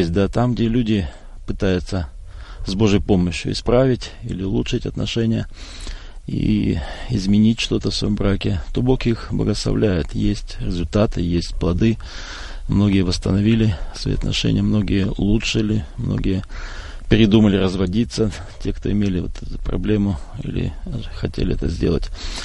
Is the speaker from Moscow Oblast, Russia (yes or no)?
no; Omsk, Omsk Oblast, Russia; мы приехали из России, здесь находимся в гостях, и мы живем в самом сердце, в самом центре России, в Сибири, в городе Омске.